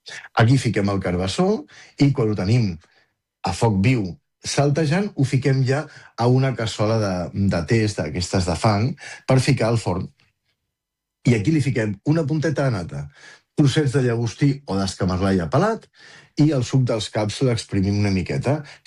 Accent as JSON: {"language": "Catalan", "region": "Catalonia", "country": "Spain", "tie": "born or raised there"}